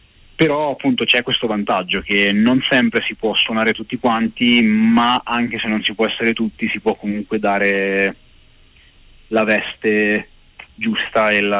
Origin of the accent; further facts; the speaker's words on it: Tuscany, Italy; moved away as an adult; now in Milan, Italy; No, io sono toscano